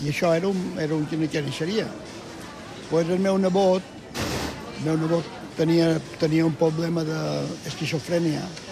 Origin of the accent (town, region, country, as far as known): Palma, Balearic Islands, Spain; born there